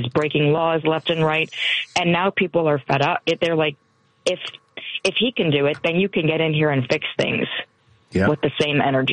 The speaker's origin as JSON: {"language": "English", "region": "Michigan", "country": "United States", "moved": "yes", "said": "I'm from Michigan originally, and I have family that lives there."}